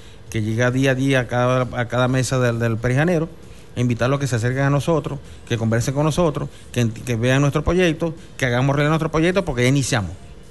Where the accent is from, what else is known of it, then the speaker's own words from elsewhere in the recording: Venezuela; nosotros como venezolanos